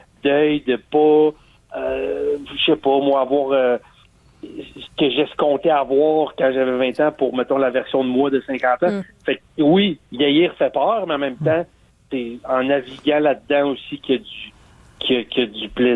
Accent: Quebec City, Quebec, Canada; Je viens de Québec, j'ai vu des spectacles-là.

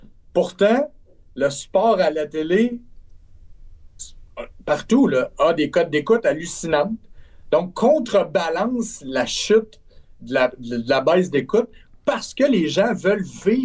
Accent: Trois-Rivières, Quebec, Canada; Le plus absurde là-dedans, c'est que je viens de Trois-Rivières.

